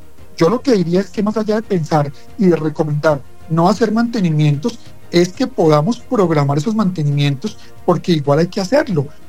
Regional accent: Bogotá, Colombia; Pues como soy aquí de la capital

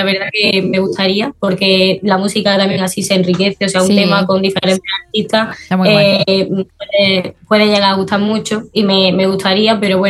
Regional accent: Granada, Andalusia, Spain; Encima aquí de mi tierra, pues bueno, ojalá me escucharan en algún momento

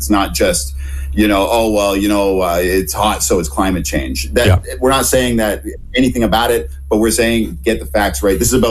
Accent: Canada; now in New Zealand; I'm immigrating from Canada.

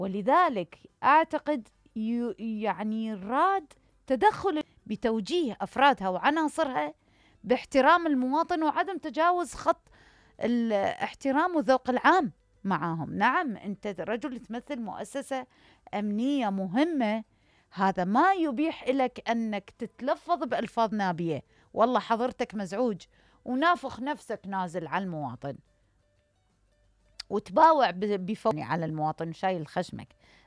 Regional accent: Iraq; أنك تهين كرامتي كإنسان كمواطن عراقي

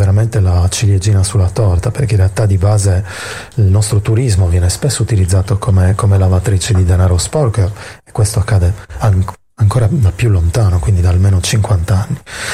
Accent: Sardinia, Italy; accent: Sardinian; sentivano il mio accento e dicevano: ah, bellissima Sardegna, Villa Simius, maialetto e nuraghi.

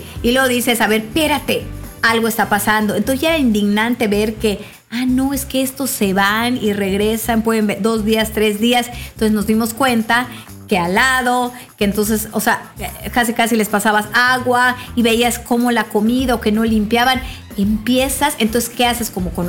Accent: Mexico; algo que es como muy, muy de mexicanos es que sí, somos como muy molocheros.

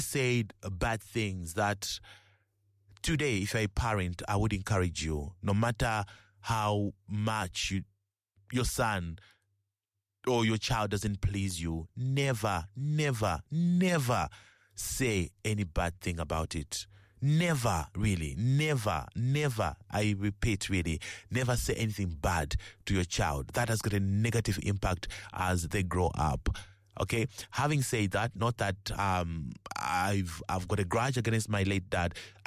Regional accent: Lusaka, Lusaka Province, Zambia; So I grew up in Chilenje, Lusaka, really. I'm in Lusaka, Chilenje. Chilenje is my area. That's where I grew up from, really.

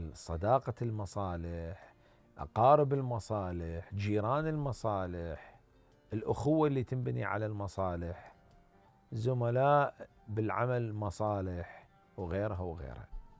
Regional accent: Iraq

